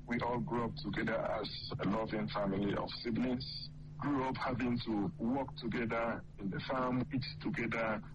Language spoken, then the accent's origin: English; Ubudu, Cross River, Nigeria; moved away as an adult; I'm originally from Ubudu in Cross River State. I was in Ubudu and lived there and grew up there until after I had finished secondary school and went to university. That was the only time I eventually left Ubudu and moved out. Grown up there, very happy kind of upbringing and in a very large family.